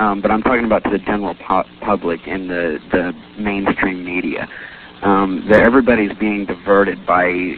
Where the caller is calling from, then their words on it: Austin, Texas, United States; Yeah, I'm calling from Austin, Texas.